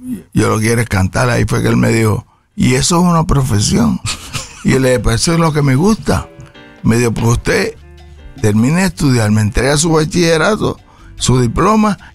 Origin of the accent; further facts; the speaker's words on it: Vega Baja, Puerto Rico; now in Bayamón, Puerto Rico; yo soy de Vega Baja.